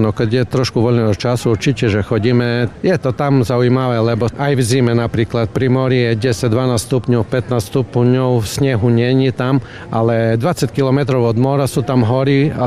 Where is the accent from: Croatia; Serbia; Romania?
Croatia; Zagreb, City of Zagreb; Slovak is a second language; now in Prešov, Slovakia; Tam som sa narodil, žili sme tam. To vlastne bolo niekedy bývalá Jugoslávia a potom sa to rozdelilo, ale Záhreb viac menej všetci poznajú, je to veľké mesto a dobre sa tam žilo